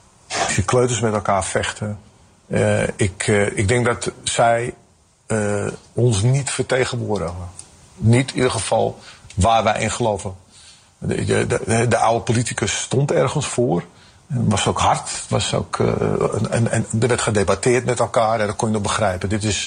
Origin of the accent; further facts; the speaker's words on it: Netherlands; born there; ik ben wel Nederlander. Ik voel me ook Nederlander. En ik ben trots op Nederland.